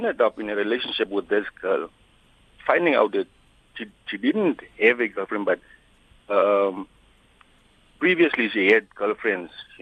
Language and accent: English; Rehoboth, Hardap, Namibia; moved away; And I came to my hometown, which is Rehoboth